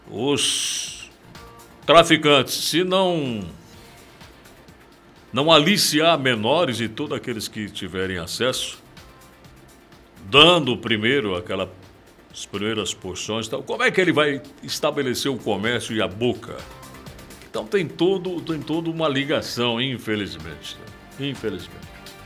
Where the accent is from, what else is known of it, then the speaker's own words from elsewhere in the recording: Brazil; somos brasileiros